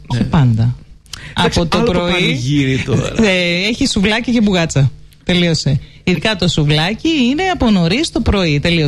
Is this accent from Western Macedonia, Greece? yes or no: yes; Western Macedonia, Greece; moved away as an adult; Ήσουν και στα μέρη μου φοιτητής, όχι τίποτα άλλο. Εγώ ήρθα φοιτητή εδώ, εσύ πήγες στην Κοζάνη.